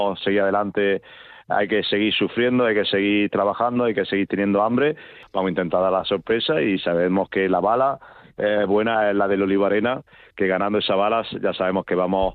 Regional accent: Jaén, Andalusia, Spain; y yo que soy de Jaén, pues muchísimo más. Sales por la calle y ves tantas camisetas amarillas, porque bueno, todo el mundo le gusta salir y lucir su camiseta, y más con orgullo, pues la verdad que para todo un jienense como yo, pues es increíble.

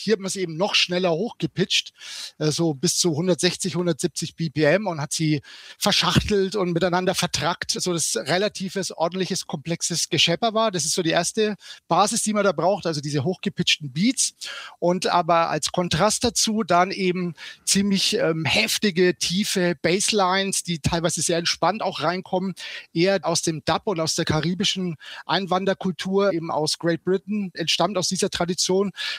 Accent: Nuremberg, Bavaria, Germany; ich komme ja aus dem Nürnberger Land, so Nürnberg

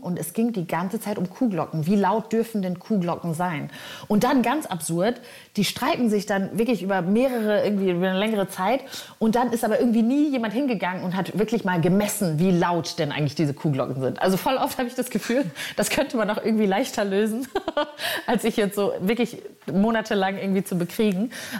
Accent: Neukirchen-Vluyn, North Rhine-Westphalia, Germany; Ich bin am Niederrhein aufgewachsen, aber ich finde Dortmund, also ja gut.

